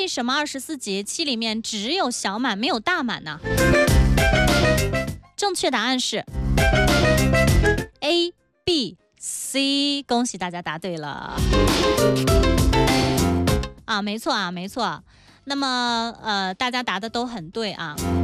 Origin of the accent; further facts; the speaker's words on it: China; 我们中国人